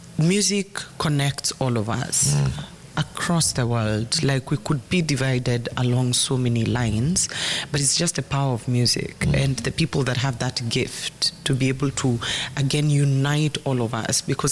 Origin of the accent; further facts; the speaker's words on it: Kenya; I as a Kenyan